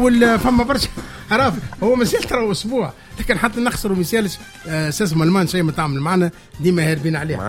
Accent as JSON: {"language": "Arabic", "country": "Tunisia", "said": "عندنا في تونس"}